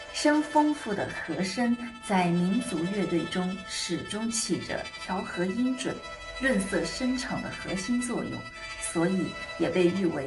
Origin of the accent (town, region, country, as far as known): Hunan, China